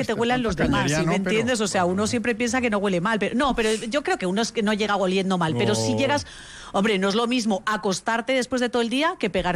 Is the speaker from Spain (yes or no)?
yes; Spain; que yo que soy española, a mí me parece que todo eso son cuentos chinos.